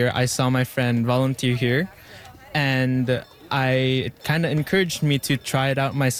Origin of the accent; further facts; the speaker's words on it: Philippines; now in Yellowknife, Canada; I'm originally from the Philippines.